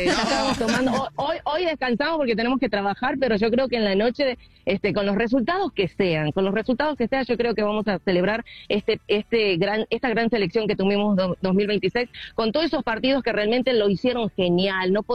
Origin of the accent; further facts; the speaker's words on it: Argentina; A ver, mira, como argentina no nos gusta decir antes, no queremos pasar al siguiente partido si no jugamos este. Pero espero que gane Argentina.